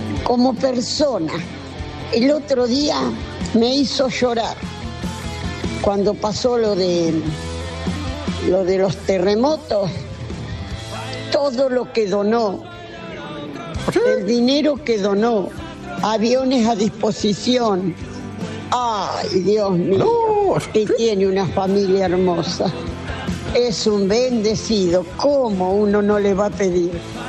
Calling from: Nueve de Julio, Buenos Aires Province, Argentina; de 9 de julio.

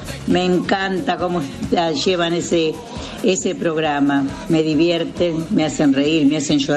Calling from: Junín, Argentina

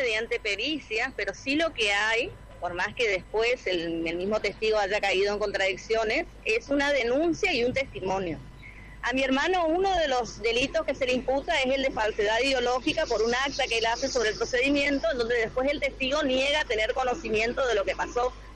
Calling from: Fontana, Chaco, Argentina; nosotros somos de Fontana

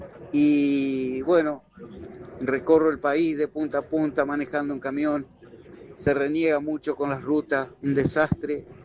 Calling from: Paraná, Entre Ríos, Argentina; de Paraná, pero recorro el país.

